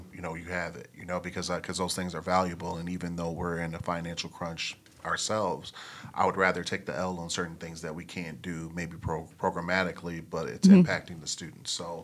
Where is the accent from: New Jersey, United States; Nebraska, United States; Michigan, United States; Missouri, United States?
Michigan, United States; Grand Rapids; growing up in Grand Rapids, Michigan